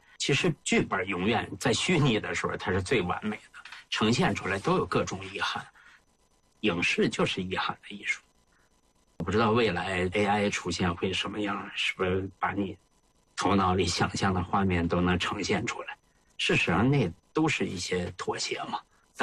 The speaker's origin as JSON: {"language": "Chinese", "region": "Heilongjiang", "country": "China", "said": "因为我本身是黑龙江人嘛，小时候闻目睹，我对那块土地特别熟悉嘛。"}